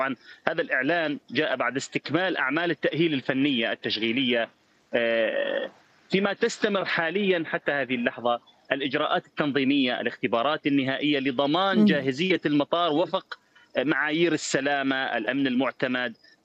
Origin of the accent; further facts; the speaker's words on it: Deir ez-Zor Governorate, Syria; وعندنا في دير الزور